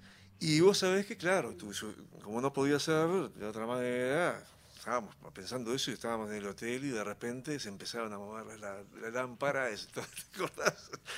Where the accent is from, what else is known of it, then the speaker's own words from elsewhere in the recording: Minas, Lavalleja, Uruguay; now in Montevideo, Uruguay; Cuando yo recién llegué de Minas, ahí en Montevideo